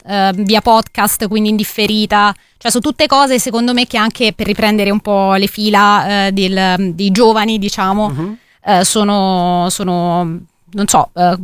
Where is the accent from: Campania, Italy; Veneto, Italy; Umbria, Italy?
Umbria, Italy; now in Milan, Italy; Io comunque vengo dall'Umbria e, cioè, chiaramente prima di trasferirmi a Milano